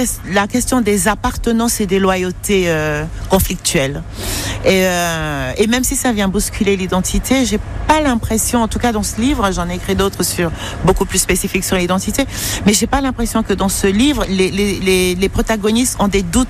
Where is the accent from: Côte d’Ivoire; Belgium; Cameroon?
Cameroon; Douala, Littoral; j'ai grandi, je suis née, j'ai grandi à Douala, j'ai appris à lire là-bas la littérature qui venait du monde entier et qui m'a profondément touchée.